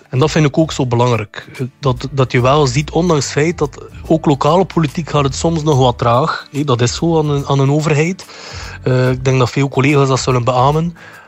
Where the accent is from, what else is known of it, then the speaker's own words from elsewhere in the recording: Menen, Flanders, Belgium; Ik ben 35 jaar, geboren en getogen in Menen.